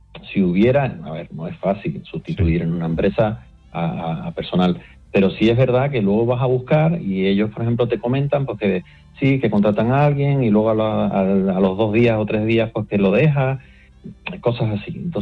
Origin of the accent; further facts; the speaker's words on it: Puerto de la Cruz, Canary Islands, Spain; yo soy de Puerto de la Cruz